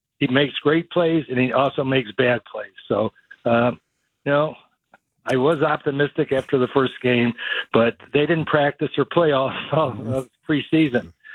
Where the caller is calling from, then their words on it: Michigan, United States; I'm from Michigan.